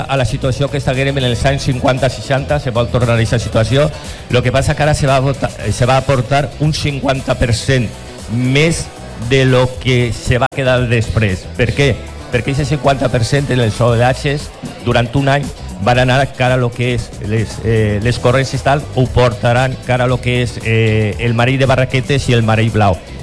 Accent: El Perelló, Valencian Community, Spain; d'on eres? Del Perelló.

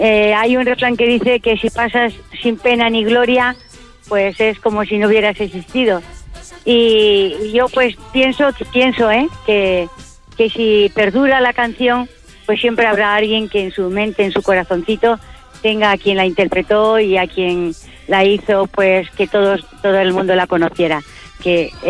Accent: Extremadura, Spain; now in Valencia, Spain; yo soy muy una extremeña muy agradecida y agradecida a esta tierra del Levante donde nos acogieron a mis padres cuando vinieron, emigraron de Extremadura y llegaron aquí

